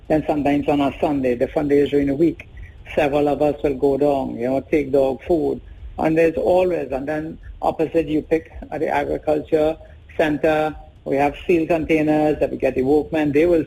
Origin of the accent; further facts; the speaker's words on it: Trinidad & Tobago; because I'm from the West, I frequent Shagaramus a lot.